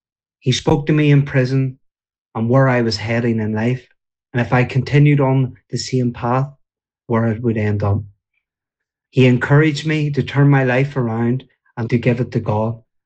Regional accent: Belfast, Northern Ireland, United Kingdom; I grew up in East Belfast

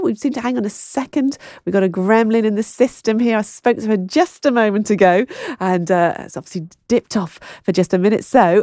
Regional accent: United Kingdom; I think particularly as British Christians, we've got a double whammy against ambition.

